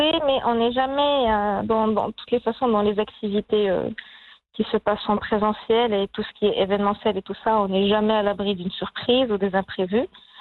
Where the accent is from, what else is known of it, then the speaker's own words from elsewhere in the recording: Marrakesh, Marrakesh-Safi, Morocco; Et je suis de Marrakech, j'adore Marrakech